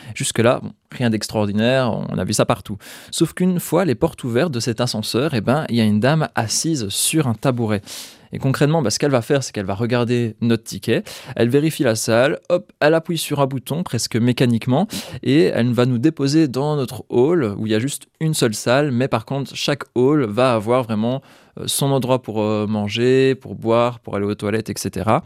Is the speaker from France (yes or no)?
no; Liège, Wallonia, Belgium; Le son, en tant que bon liégeois, le son, il va quand même fort.